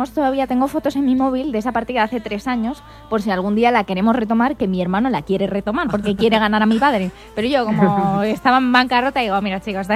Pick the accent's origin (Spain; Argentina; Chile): Spain; Madrid, Community of Madrid; Vas a aprender a bailar el chotis, que para algo somos madrileñas.